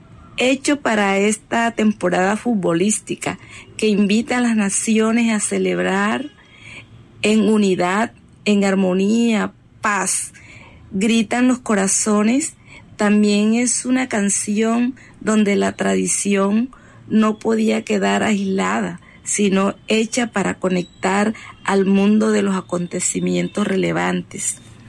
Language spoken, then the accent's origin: Spanish; San Martín de Loba, Bolívar, Colombia; born there; Nací en San Martín de Loba, sur del departamento de Bolívar.